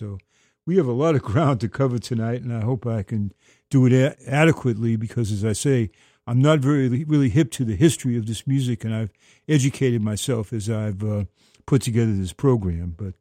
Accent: Boston, Massachusetts, United States; my hometown of Boston, actually Somerville, which is a first-ring suburb of Boston.

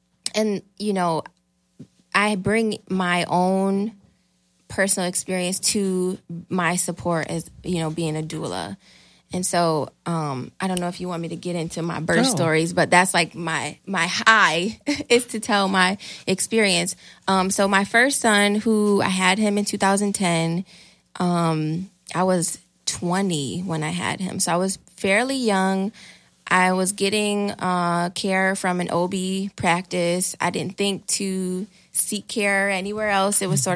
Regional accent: Rochester, New York, United States; I am born and raised in Rochester. I graduated from East High School in 2008.

